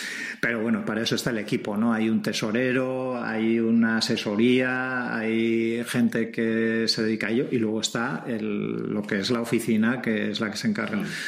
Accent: Hernani, Basque Country, Spain; moved away as an adult; now in San Sebastián, Spain; Yo soy de Hernani, he sido, antes de ser socio del Club Vasco de Camping, lo he sido del Mendirismendi de Hernani. Me vine a vivir a Donosti hace ya unos cuantos años, hace 20 y tantos años

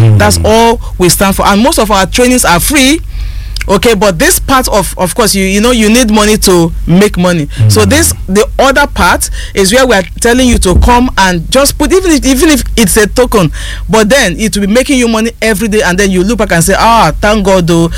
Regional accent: Rivers, Nigeria; Well, I'm actually from River State, but married to a Delta man.

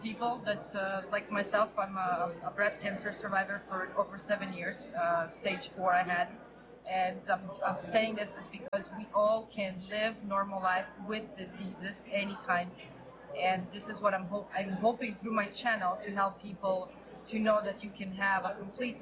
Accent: Israel; born there; first language Hebrew; English is a second language; Well, I was 5 years old when we moved to Israel. So for me, yeah, that was like my first language. And then my parents spoke Russian and then English. I came to the United States at 17.

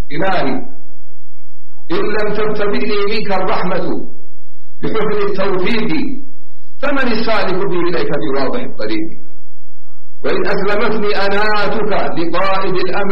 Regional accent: Yemen; عندنا في اليمن

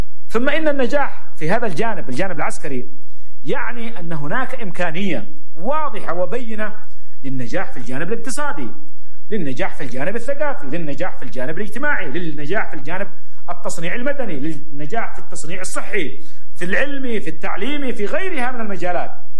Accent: Yemen; وهذا الاستقلال الذي نشعر به كيمنيين اليوم،

